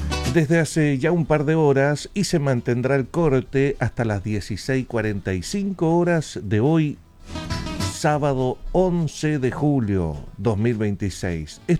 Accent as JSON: {"language": "Spanish", "region": "Magallanes and Chilean Antarctica", "country": "Chile", "moved": "yes", "lives_now": "Aysén, Chile", "said": "Bueno, en mi tierra Magallanes, comunidad croata, yugoslavos hay."}